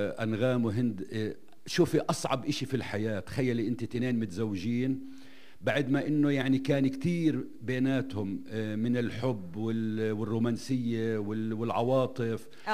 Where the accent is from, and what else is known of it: Palestine